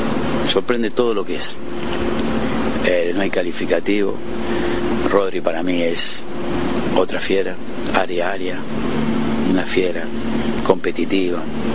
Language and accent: Spanish; Argentina; soy argentino